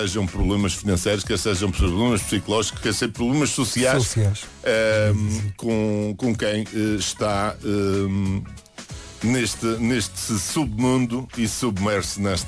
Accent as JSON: {"language": "Portuguese", "country": "Portugal"}